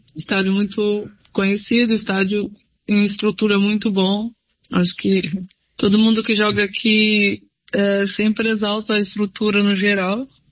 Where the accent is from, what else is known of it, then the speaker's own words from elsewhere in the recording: Brazil; now in Boston, United States; que somos brasileiras.